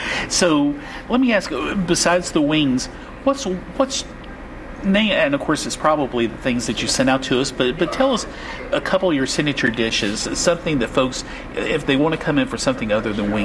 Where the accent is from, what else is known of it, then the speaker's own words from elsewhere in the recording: Atlanta, Georgia, United States; moved away as an adult; also born or lived in Virginia; I grew up in Atlanta. I've lived in Virginia now for going on 40 years, so this is really home.